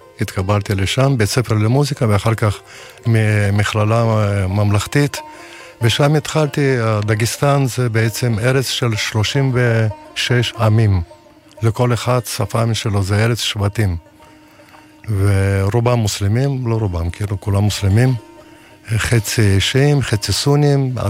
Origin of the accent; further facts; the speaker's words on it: Dagestan, Russia; first language Judeo-Tat (Juhuri); Hebrew is a second language; moved away; also born or lived in Derbent; יליד דגסטן